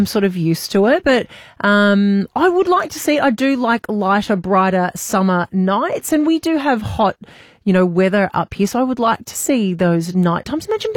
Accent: New South Wales, Australia; moved away as an adult; now in North Queensland, Australia; I grew up in New South Wales. I grew up just outside of Sydney.

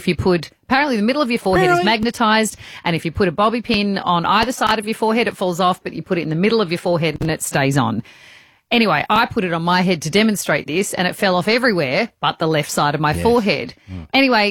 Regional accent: Western Australia, Australia; also born or lived in Adelaide; I was born in Adelaide, grew up on the west coast of Australia, but I went to visit Colorado.

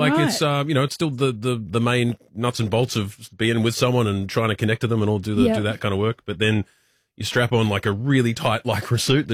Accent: Australia; I'm Australian

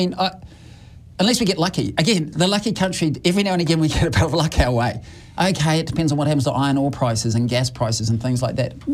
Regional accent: New Zealand; now in Australia; How can we sit here in Australia and, you know, I'm a New Zealander, as you know, and say our countries are built on migrants?

